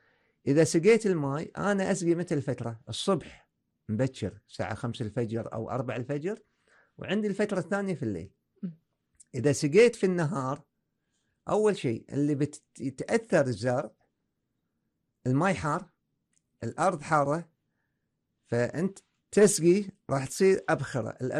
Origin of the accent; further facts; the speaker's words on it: Kuwait; عندنا في الكويت